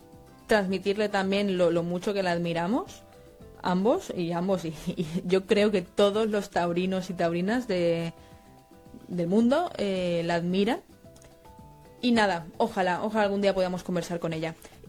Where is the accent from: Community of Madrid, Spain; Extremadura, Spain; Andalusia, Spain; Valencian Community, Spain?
Valencian Community, Spain; Valencia; nosotros somos de Valencia